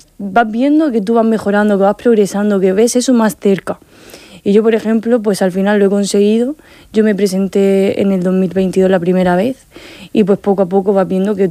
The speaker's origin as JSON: {"language": "Spanish", "town": "Abanilla", "region": "Region of Murcia", "country": "Spain", "tie": "born or raised there", "said": "Abanilla. Y yo desde que soy pequeña, pues yo he crecido viendo a la Guardia Civil, con mi padre, en mi pueblo, viendo las patrullas."}